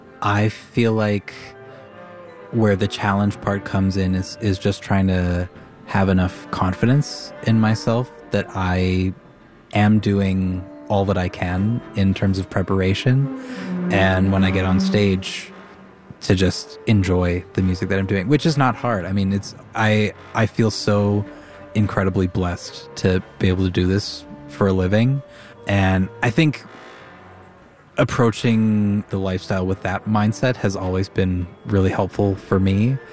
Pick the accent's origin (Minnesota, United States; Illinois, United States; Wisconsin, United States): Minnesota, United States; Minneapolis; I am so honored and thrilled that it's here in my hometown.